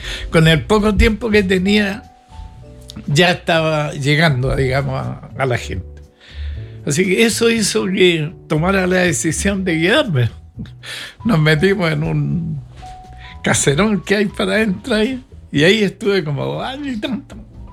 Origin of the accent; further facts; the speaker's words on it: Concepción, Biobío, Chile; moved away as an adult; yo soy de Concepción y en Concepción trabajaba en una empresa americana.